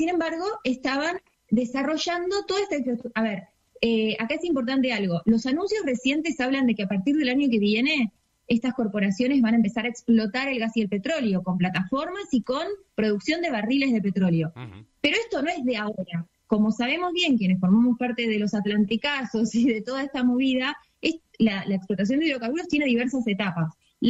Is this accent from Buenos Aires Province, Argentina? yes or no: no; Tierra del Fuego, Argentina